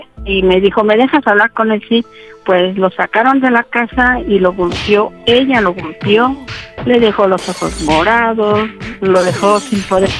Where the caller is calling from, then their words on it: Nezahualcóyotl, State of Mexico, Mexico; Yo soy del municipio de Nezahualcóyotl, Valle de Aragón, primera sección.